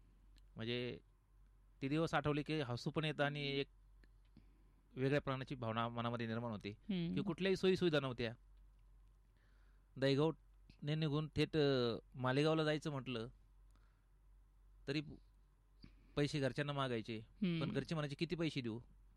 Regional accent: Dahegaon Ne, Maharashtra, India; मी मूळचा दहेगावने, तालुका शेवगाव, जिल्हा अहिल्यानगर येथील असून माझं बालपण दहेगावने या गावीच गेलं. जायकवाडीचा बॅकवॉटरचा जो भाग म्हणतो आपण, त्या धरणग्रस्त परिसरातला मी आहे.

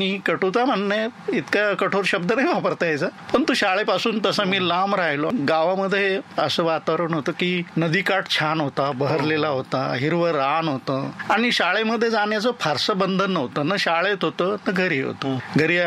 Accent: Sangamner, Maharashtra, India; मी संगमनेरचा आणि संगमनेरमध्येच माझं लहानपण गेलं. संगमनेर त्या टायमाला खूपच छोटं गाव होतं. प्रवरा नदी, म्हाळुंगी नदी वाहत होत्या त्या टायमाला आणि संगम तिथे असल्यामुळेच त्याला संगमनेर म्हणतात.

